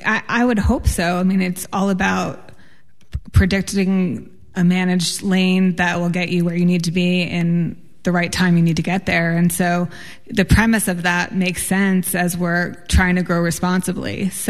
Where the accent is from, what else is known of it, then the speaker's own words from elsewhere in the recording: New Jersey, United States; Yeah, I'm from New Jersey, so I was a train rider into New York in between my apartments, and that made it a lot easier.